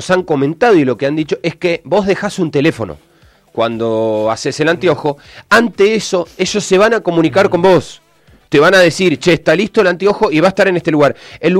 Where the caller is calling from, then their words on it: Cipolletti, Río Negro, Argentina; de Cipolletti.